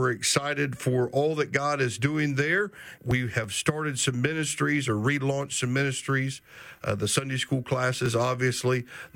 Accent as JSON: {"language": "English", "area": "Prince William County", "region": "Virginia", "country": "United States", "tie": "born or raised there", "moved": "yes", "said": "I grew up there in Prince William County in Northern Virginia"}